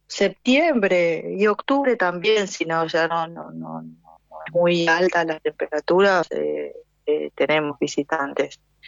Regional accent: Chaco, Argentina; born there; Nací en la provincia del Chaco.

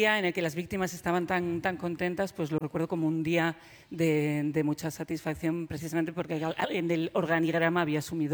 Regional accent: Pamplona, Navarre, Spain; now in Santiago de Compostela, Spain; Yo hago el Hoy por Hoy Santiago, soy de Pamplona y tengo ahí el Hora 14

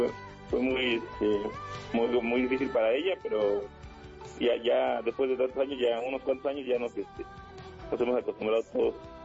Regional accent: Tehuacán, Puebla, Mexico; now in Tula, Mexico

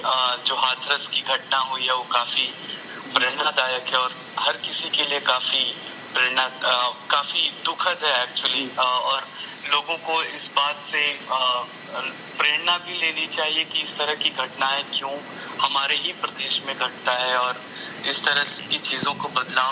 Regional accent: Gorakhpur, Uttar Pradesh, India; moved away as an adult; now in Melbourne, Australia; मैं बेसिकली गोरखपुर का रहने वाला हूँ, जो उत्तर प्रदेश का पूर्वी क्षेत्र है

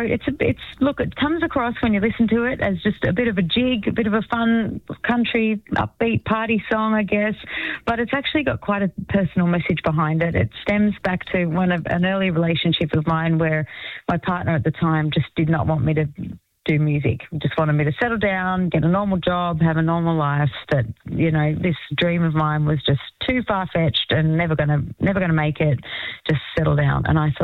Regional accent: Wamboin, New South Wales, Australia; I grew up in an area called Womboyne. So not Wombeyan, not the Wombeyan case. Womboyne. It's near Bungendore, on the outskirts of Canberra.

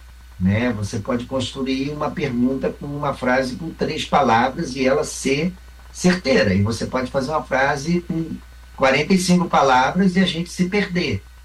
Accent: Rio de Janeiro, Brazil; Mas desde que eu me lembro da primeira série do Fundamental, que eu sou do Rio de Janeiro. Então, eu sou um carioca.

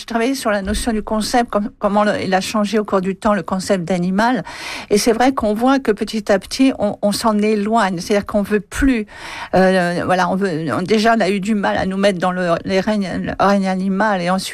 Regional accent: France; chez nous en France

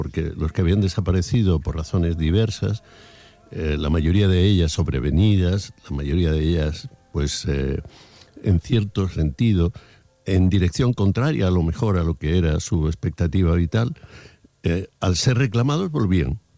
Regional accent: Andalusia, Spain; tengo con Miguel una relación como andaluz

